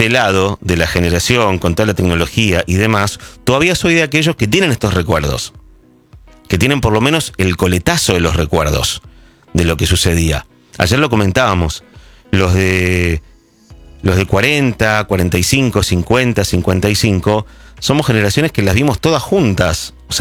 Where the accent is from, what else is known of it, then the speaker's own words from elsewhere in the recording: Chaco, Argentina; Los otros los jugaba yo cuando chica en el Chaco. A mí me hacían muñecas de trapo y a mis hermanos pelotas de medias.